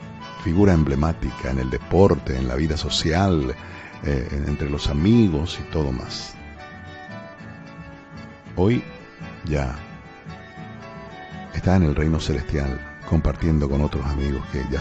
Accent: Paraguay; ese letargo que estamos como paraguayos y como ciudadanos.

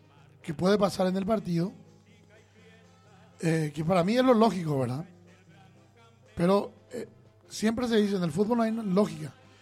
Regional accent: Paraguay

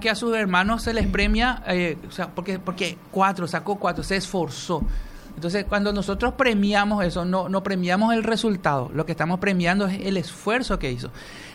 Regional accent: Paraguay

